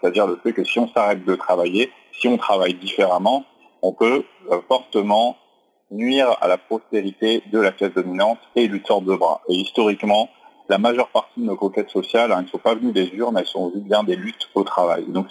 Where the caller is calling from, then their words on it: Saintes, Nouvelle-Aquitaine, France; Et non, je suis chez moi, à Saintes, en Charente-Maritime.